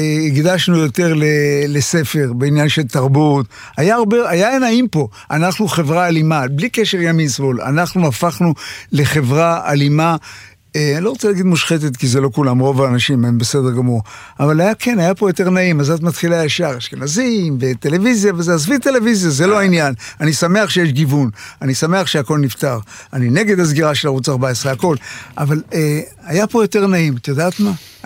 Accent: Tel Aviv, Tel Aviv District, Israel; אני גדלתי ביד אליהו.

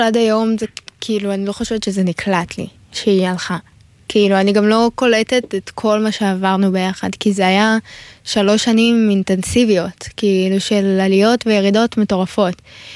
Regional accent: Givatayim, Tel Aviv District, Israel; born or raised there

